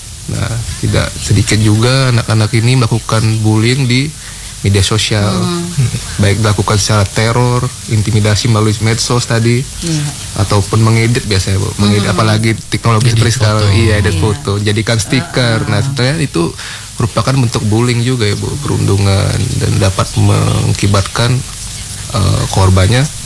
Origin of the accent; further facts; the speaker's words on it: Bali, Indonesia; moved away as an adult; now in Ende, Indonesia; Saya asli Bali.